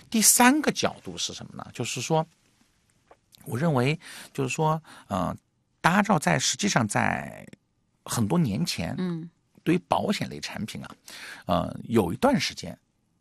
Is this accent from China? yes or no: yes; China; 在我们中国人的文化传统下呀